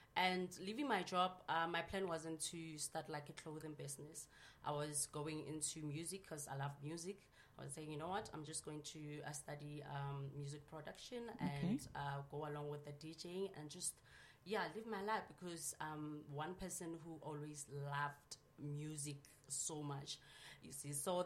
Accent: Limpopo, South Africa; now in Gauteng, South Africa; I was born in Gauteng, but bred in Limpopo, then cooked in Gauteng

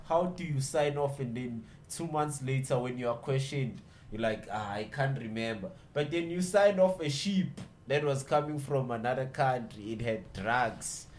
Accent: South Africa; how long does it take for me as a South African citizen? For me, it even takes months for me to get my ID, despite being South African.

